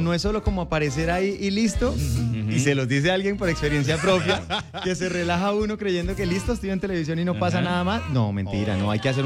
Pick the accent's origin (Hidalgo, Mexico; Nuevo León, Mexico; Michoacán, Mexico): Nuevo León, Mexico; Monterrey; Para que veas que en Monterrey, en la zona de donde yo soy, no es que suene mucha música